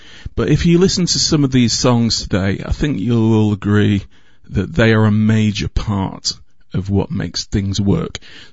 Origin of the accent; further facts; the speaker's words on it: England, United Kingdom; I'm English, so I'm going to play